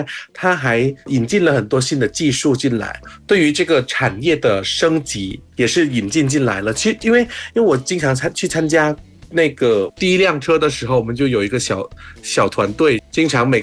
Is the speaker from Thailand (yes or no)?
yes; Thailand; Chinese is a second language; 来自泰国的